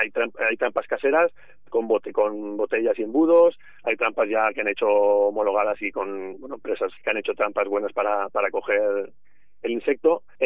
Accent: Castellón province, Valencian Community, Spain; yo soy del pueblo de Salquerías, Salquerías del Niño Perdido.

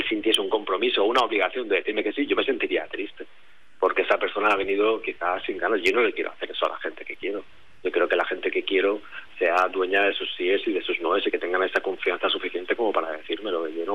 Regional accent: Manacor, Balearic Islands, Spain; Sí, yo soy de Mallorca. Manacor.

